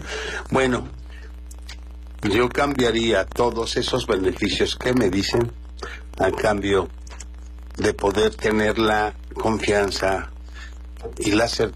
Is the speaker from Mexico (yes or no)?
yes; Mexico